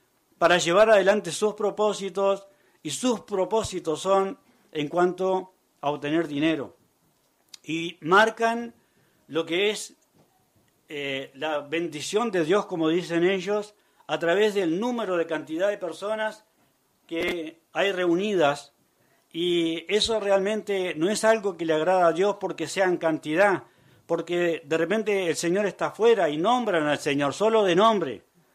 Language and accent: Spanish; Uruguay; somos hermanos de Uruguay